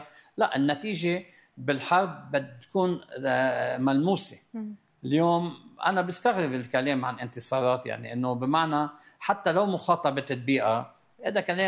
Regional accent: Lebanon; أنا كمواطن لبناني كصحافي

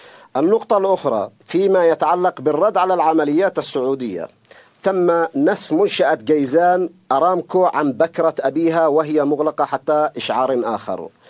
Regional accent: Yemen; لأننا لا نسمح على الإطلاق بالحديث معنا كيمنيين.

